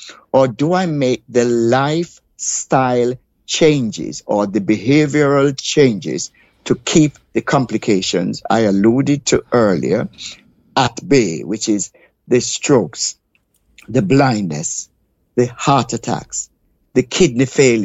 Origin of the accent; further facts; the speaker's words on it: Jamaica; Now, I grew up around Jamaica, the Caribbean Sea. I cannot swim to save my life.